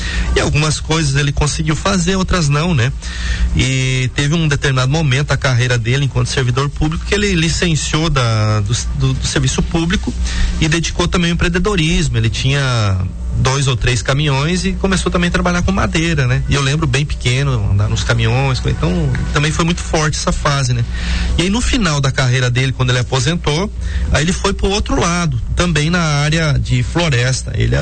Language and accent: Portuguese; Três Barras, Santa Catarina, Brazil; A Lumber era uma grande serraria americana que se instalou lá em Três Barras, que é a minha terra natal.